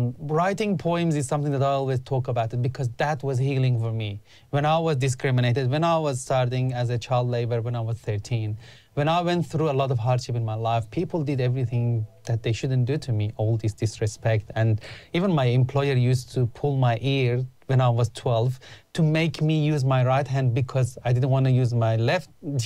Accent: Australia; I can still eat halal food. I can still go to mosque. And I'm still Australian.

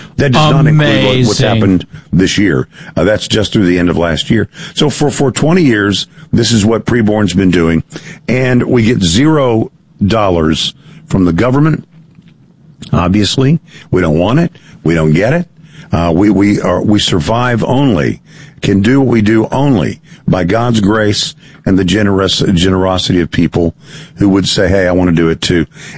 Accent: Dallas, Texas, United States; I was born in Dallas. I'm a native Texan.

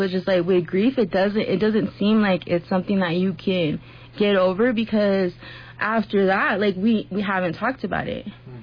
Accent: San Carlos, United States; we were growing up in San Carlos

